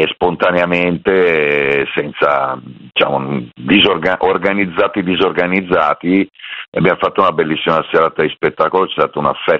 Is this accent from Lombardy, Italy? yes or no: yes; Milan, Lombardy, Italy; Io lo dico da milanese